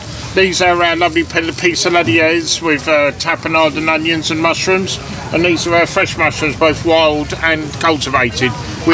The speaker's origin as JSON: {"language": "English", "town": "Epsom", "region": "South East England", "country": "United Kingdom", "moved": "yes", "said": "I'm from Epsom originally, so the Non-such Park."}